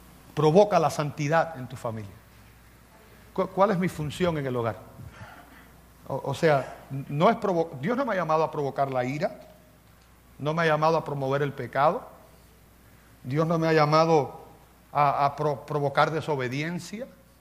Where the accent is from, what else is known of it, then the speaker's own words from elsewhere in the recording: Cuba; moved away; como decían en mi país, en Cuba dicen el asadón